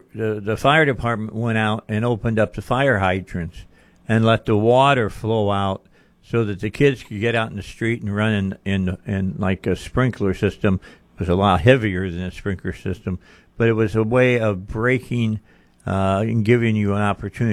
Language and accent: English; Illinois, United States; because I grew up outside of Chicago